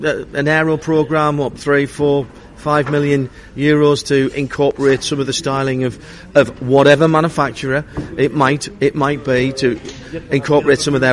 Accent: Sunderland, North East England, United Kingdom; Just this week, up in my hometown in Sunderland, the biggest car manufacturing plant in the UK is Nissan.

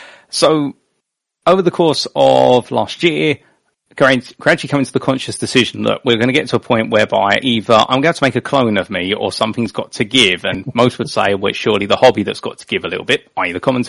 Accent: United Kingdom; growing up in the United Kingdom and watching British motorsport and Formula One, you only know the circuits they go to unless you start doing your research

